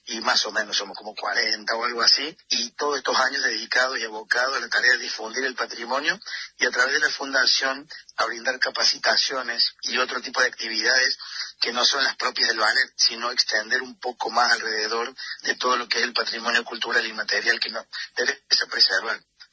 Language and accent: Spanish; Argentina; espíritu, sí, del hombre argentino a esas partes, no solo en la danza, sino todo esto bueno que tenemos como argentinos y resaltar también algunas características propias de cada región.